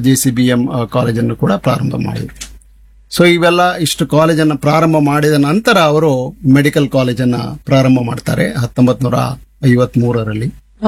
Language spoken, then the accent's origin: Kannada; Idagunji, Karnataka, India; ನಮ್ದು ಊರು ಇಡಗುಂಜಿ. ವಿದ್ಯಾಭ್ಯಾಸ ಎಲ್ಲ ಕನ್ನಡ ಮೀಡಿಯಂ